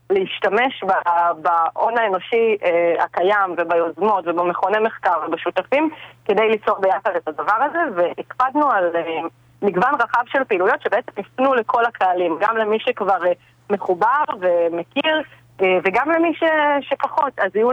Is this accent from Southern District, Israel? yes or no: yes; Nir Am, Southern District, Israel; אני מקיבוץ נרעם